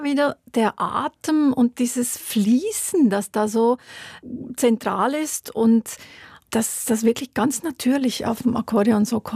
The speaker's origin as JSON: {"language": "German", "town": "Wollerau", "region": "Schwyz", "country": "Switzerland", "tie": "born or raised there", "said": "ich bin in Wollerau aufgewachsen"}